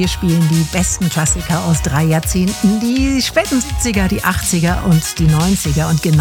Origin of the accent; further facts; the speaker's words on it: Germany